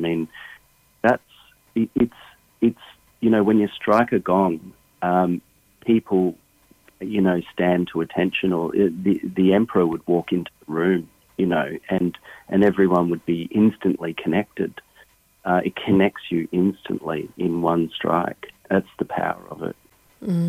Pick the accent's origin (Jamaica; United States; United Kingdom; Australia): Australia; I guess you can draw from being an Australian